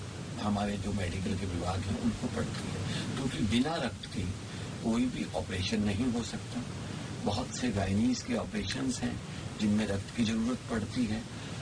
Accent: Jaipur, Rajasthan, India; मैं जयपुर से आया हूँ यहाँ पर।

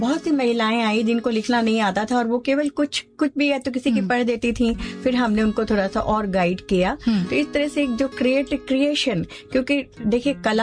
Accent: Mumbai, Maharashtra, India; क्योंकि जैसे मैं बॉम्बे से हूँ

